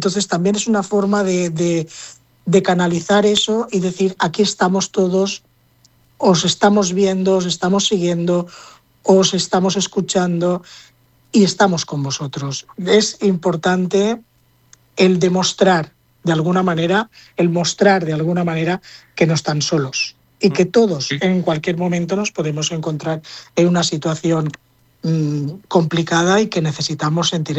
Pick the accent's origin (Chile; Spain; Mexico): Spain; somos todos los españoles los que nos estamos viendo afectados por esta situación.